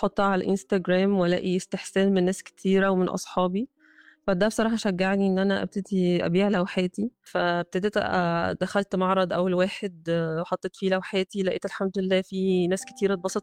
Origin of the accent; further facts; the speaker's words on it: Egypt; now in Australia; بيعرفوا أن أنا مصرية